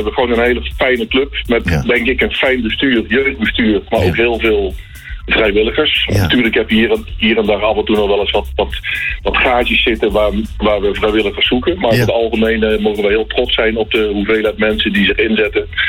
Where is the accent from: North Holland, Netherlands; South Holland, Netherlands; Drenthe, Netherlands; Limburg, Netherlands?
Limburg, Netherlands; Nou ja, kijk, ik kom zelf uit Limburg, dus ligt dicht bij Horst Amerika.